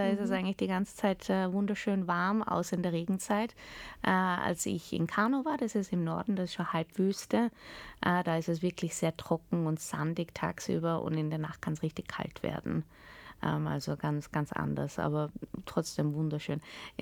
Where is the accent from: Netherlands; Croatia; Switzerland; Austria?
Austria; moved away as an adult; also born or lived in London / Australia; Ich bin in Österreich geboren, ich habe in Österreich maturiert. Jetzt bin ich wieder in Österreich seit 16 Jahren, also ich bin schon viel mehr Österreicherin als Holländerin.